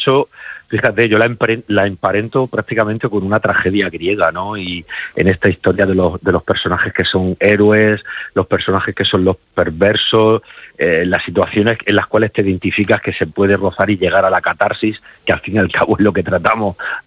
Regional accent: Region of Murcia, Spain; siempre venir aquí a la región a trabajar, a la tierra de donde eres, pues siempre te da ese plus, ¿no?

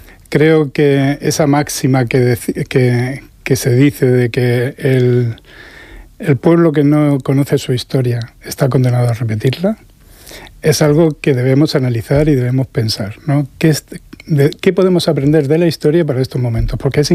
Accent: Murcia, Region of Murcia, Spain; Yo soy de aquí de Murcia y, bueno, pues vivo cerquita.

